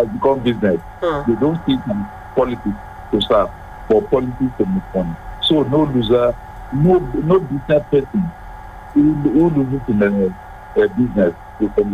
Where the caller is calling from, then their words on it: Namibia; I'm calling from Namibia.